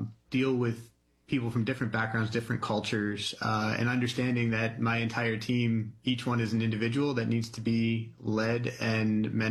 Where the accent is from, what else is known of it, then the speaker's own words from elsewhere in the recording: Bethlehem, Pennsylvania, United States; Yeah, I'm from Bethlehem, just north of, about an hour north of Philly. I have 7 brothers and sisters, almost all sisters, 6 of them. I'm the youngest.